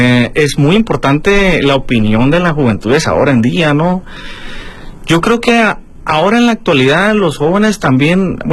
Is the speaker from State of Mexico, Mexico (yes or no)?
no; La Paz, Baja California Sur, Mexico; Pues hasta aquí en toda la ciudad de La Paz, ¿no? Porque aquí es mi tierra, es donde yo nací, es donde pues yo creo que aquí me voy a morir